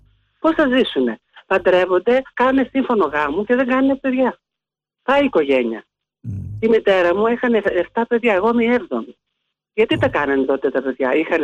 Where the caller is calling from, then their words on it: Nea Ionia, Attica, Greece; Είμαι από Νέα Ιωνία.